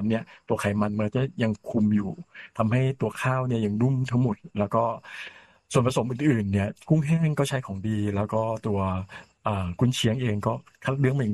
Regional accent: Bangkok, Thailand; เป็นคนกรุงเทพครับคนเยาวราชครับ

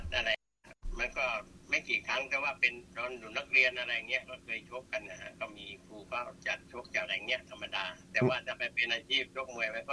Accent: Dan Khun Thot, Nakhon Ratchasima, Thailand; born there; เลยก็คือเกิดก็คือที่โคราชนะที

